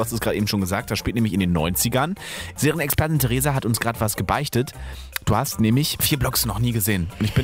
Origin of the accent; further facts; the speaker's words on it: Berlin, Germany; Ich komme aus Neukölln ursprünglich